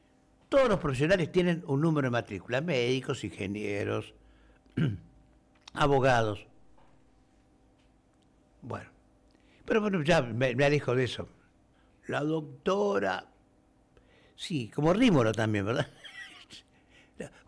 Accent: Argentina; Qué generosos somos los argentinos.

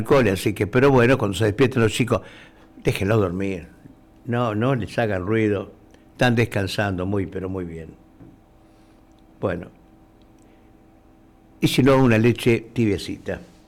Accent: Argentina; como todo argentino, acá estoy con los verdes amargos.

